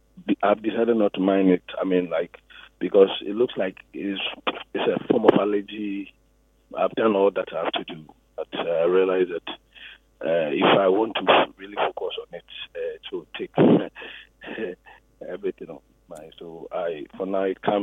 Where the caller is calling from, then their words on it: Kumasi, Ashanti, Ghana; I'm calling from Kumasi.